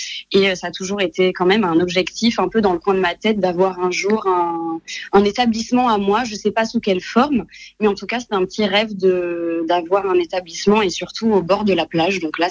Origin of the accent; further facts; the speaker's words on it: Montalivet, Nouvelle-Aquitaine, France; moi je viens de Montalivet même, j'ai grandi ici avec des parents qui étaient restaurateurs